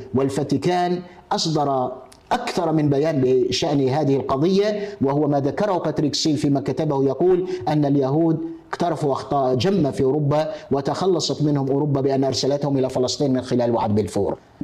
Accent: Algeria; عندنا في الجزائر حسيبة بن بوعلي وفاطمة سومر

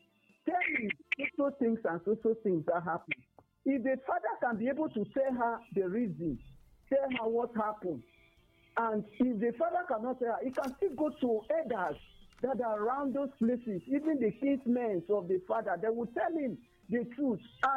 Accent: Cross River, Nigeria; I'm from Cross River.

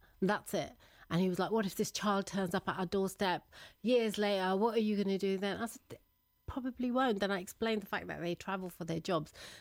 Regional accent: India; Indian, aren't you? She sort of said to me. I said, yeah, I am.

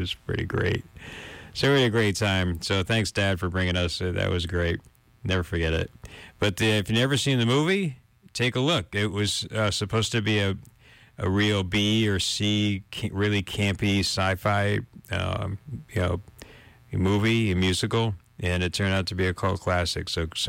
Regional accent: Milford, Connecticut, United States; when I was a kid, I grew up in Milford

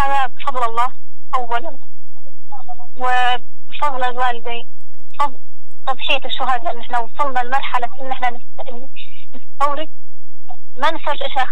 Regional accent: Yemen

